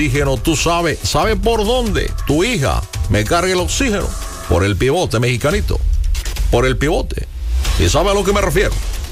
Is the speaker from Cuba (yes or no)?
yes; Cuba; Yo soy cubano. Soy ciudadano americano.